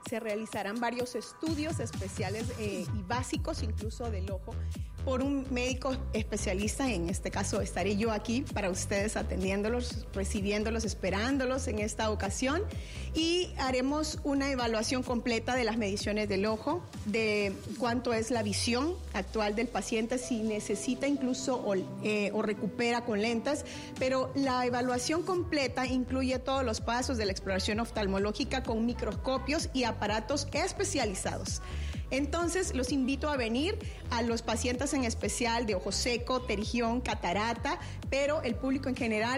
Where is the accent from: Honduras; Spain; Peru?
Honduras; Un saludo especial a todo mi pueblo hondureño.